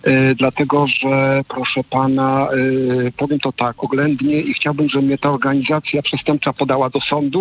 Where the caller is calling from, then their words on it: Wrocław, Lower Silesian Voivodeship, Poland; Mieszkam we Wrocławiu, w miejscu, gdzie przepływa rzeka Bidawa